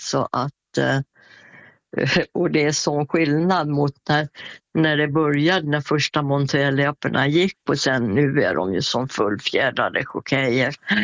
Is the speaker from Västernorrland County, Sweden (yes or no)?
no; Borlänge, Dalarna County, Sweden; Så att annars körde jag ju hemma i Borlänge och på den travbanan.